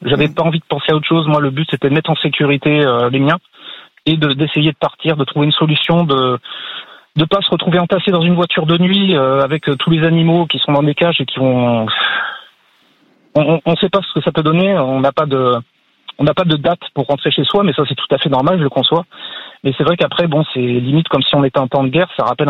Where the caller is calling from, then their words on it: Audenge, Nouvelle-Aquitaine, France; J'habite à Audenge, ouais. Parce que j'ai fait construire à Audenge